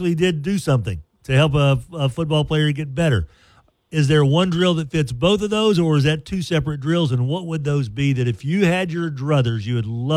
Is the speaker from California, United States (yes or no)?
no; Arkansas, United States; Hey, Rod, you know, I'm from Arkansas.